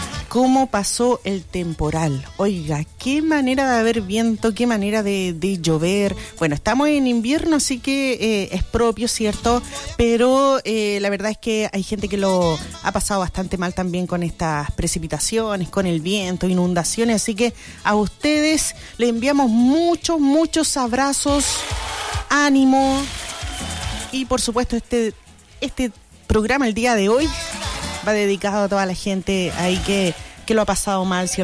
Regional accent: Quidico, Biobío, Chile

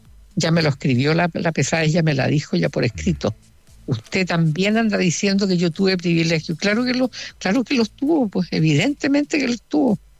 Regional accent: Spain; por varias razones, entre ellas porque los dos somos españoles.

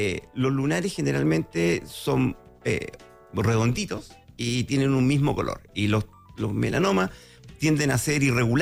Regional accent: Chile; los locos que hicimos la vacuna somos todos chilenos.

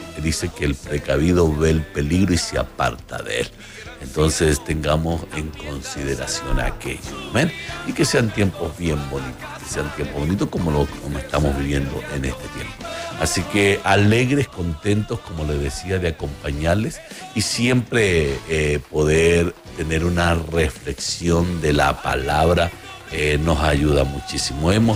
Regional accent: Chile; como chilenos, como que tenemos esa linda costumbre de prepararnos para nuestras fiestas patrias.

